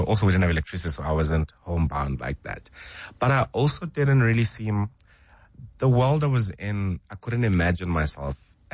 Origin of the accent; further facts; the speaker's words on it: Thohoyandou, Limpopo, South Africa; born there; oh, I was born in Thohoyandou. I don't know much about Venda as a Bantustan, and it feels further now, but this body of work makes me want to go learn and understand my history better.